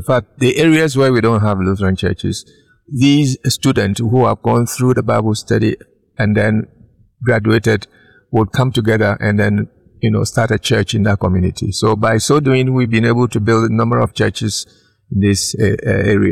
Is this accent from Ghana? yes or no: yes; Ghana; Well, I come from Ghana in the western part of Africa.